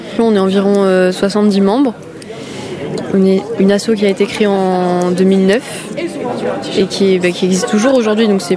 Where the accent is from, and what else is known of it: Occitanie, France; moved away as an adult; now in Toulouse, France